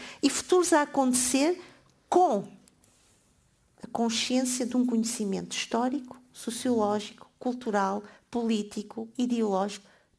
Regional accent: Portugal; Eu não sou apenas portuguesa. Eu sou portuguesa e mais qualquer coisa.

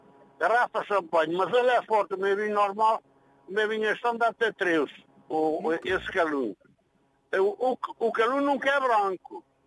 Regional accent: Oleiros, Centro, Portugal; Eu sou de Oleiros, da Beira Baixa.

